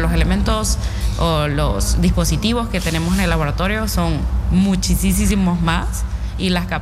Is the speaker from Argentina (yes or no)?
no; Honduras; now in Ostrava, Czechia; soy hondureña, pero soy científica de corazón, y a mí la razón que me tiene atrapada en Ostrava, pues es eso